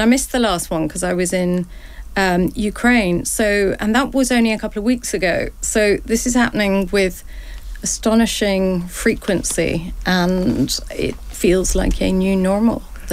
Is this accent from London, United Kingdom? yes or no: no; Scotland, United Kingdom; we are Scottish